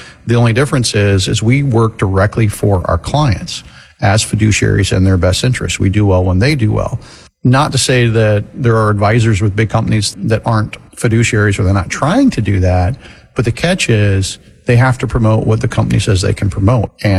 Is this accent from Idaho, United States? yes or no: no; Florida, United States; Well, yeah, I grew up in Florida.